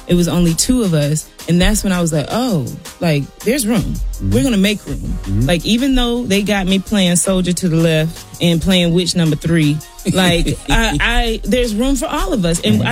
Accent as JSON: {"language": "English", "region": "South Carolina", "country": "United States", "said": "she looked in the playbill and saw that I was from South Carolina"}